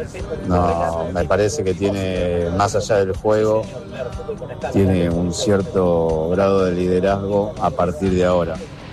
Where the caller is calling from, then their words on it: Villa Martelli, Buenos Aires Province, Argentina; de Villa Martelli